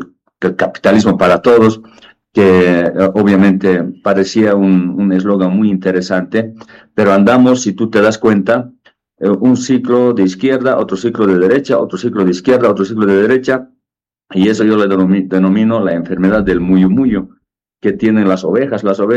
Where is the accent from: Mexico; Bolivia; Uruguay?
Bolivia; no son bolivianos, también son bolivianos, todos somos bolivianos